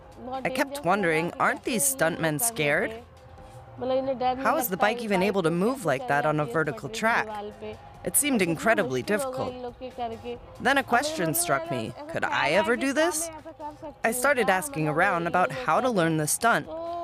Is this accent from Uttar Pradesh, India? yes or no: yes; Uttar Pradesh, India; I'm from Etah district in Uttar Pradesh.